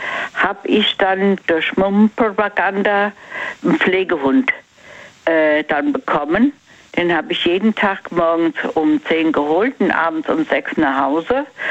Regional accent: Mainz, Rhineland-Palatinate, Germany; Von Mainz.

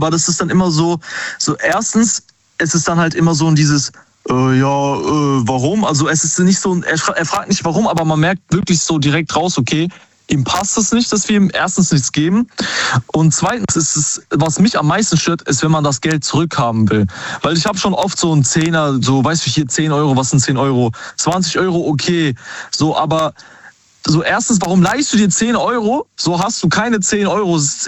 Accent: Karlsruhe, Baden-Württemberg, Germany; Hi, ich bin hier mit meinem Kollege David und Luigi, wir sind aus Karlsruhe.

